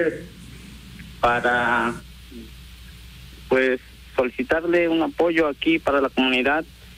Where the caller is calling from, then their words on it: Xicotepec, Puebla, Mexico; Lo escucho de la comunidad del Cajón.